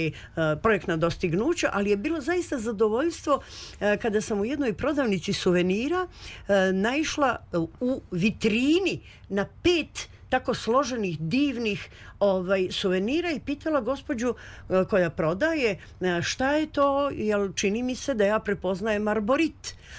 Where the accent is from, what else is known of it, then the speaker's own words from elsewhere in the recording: Serbia; Ja sam iz Srbije, naravno, žena možda i ne zna gde je to.